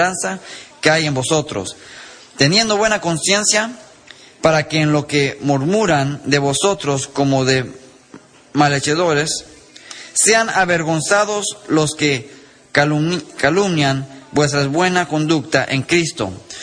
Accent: United States; nosotros como americanos aquí

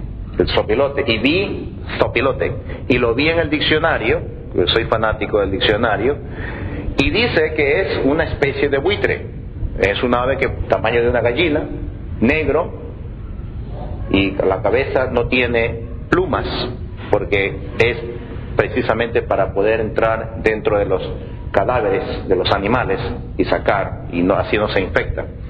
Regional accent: Ecuador; moved away; por lo menos en mi país, Ecuador

